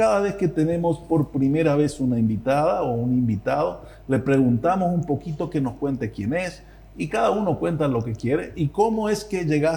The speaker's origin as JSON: {"language": "Spanish", "country": "Paraguay"}